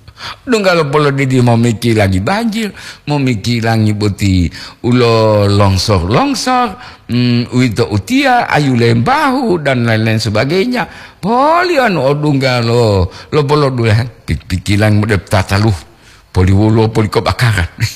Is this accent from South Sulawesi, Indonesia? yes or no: no; Riau, Indonesia; also born or lived in Gorontalo; Saya dari Riau dulu merantau di Gorontalo, dapat istri orang Gorontalo